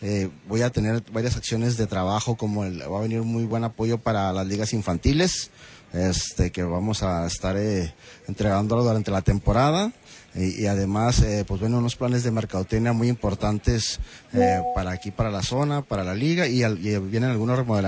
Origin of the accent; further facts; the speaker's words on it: Chihuahua, Mexico; Pero pues al final del día todos somos chihuahuenses, todos somos amigos, ¿verdad?